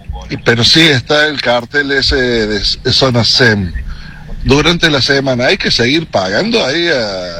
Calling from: Córdoba, Argentina; de Barrio de Las Palmas.

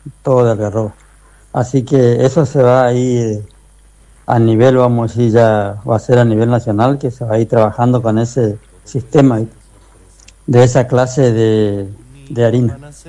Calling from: Villa Ángela, Chaco, Argentina; de Villa Ángela, soy. Te estoy escuchando acá en Resistencia, estoy.

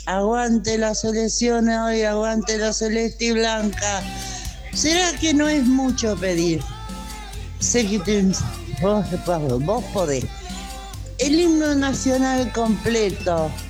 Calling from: Argentina; Como Argentina tenemos el himno más lindo del mundo. Estoy orgullosa de mi himno y de mi celeste y blanco.

